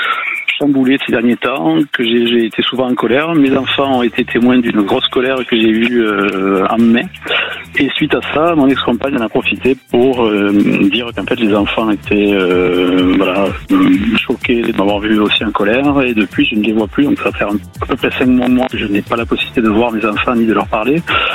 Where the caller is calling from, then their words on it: Occitanie, France; J'appelle à côté de Montauban.